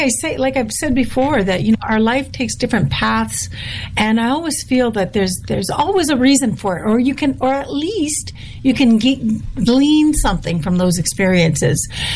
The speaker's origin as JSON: {"language": "English", "region": "Manitoba", "country": "Canada", "tie": "born or raised there", "moved": "yes", "lives_now": "Fort Saskatchewan, Canada", "said": "I'm from Manitoba. No, I was born in Manitoba, and I go home as frequently as I can. I came back from being back home about a month ago, but I now live in Alberta. I live outside of it, in a little town called Fort, believe it or not, Fort Saskatchewan, Alberta."}